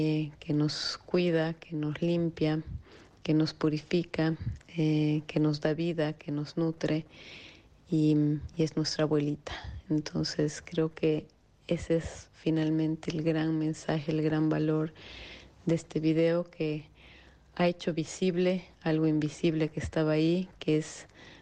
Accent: Bolivia; soy realizadora audiovisual de Bolivia

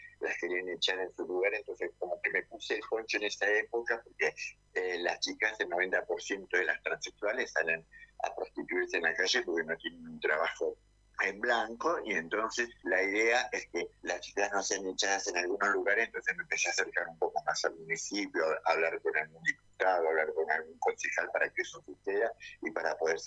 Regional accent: José C. Paz, Buenos Aires Province, Argentina; Yo soy oriunda igual de José C. Paz. Nací en José C. Paz

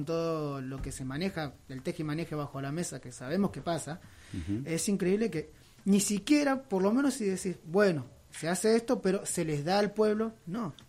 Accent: Buenos Aires, Argentina; moved away; mi abuelo es jujeño, yo soy de Buenos Aires

